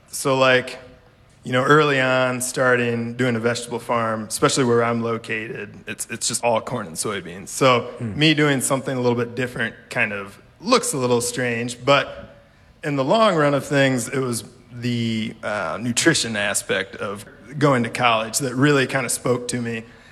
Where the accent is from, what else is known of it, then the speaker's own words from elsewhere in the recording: Coggin, United States; Growing up in Coggin, being there my whole life, and I actually own the farm down the road from the family farm that I grew up on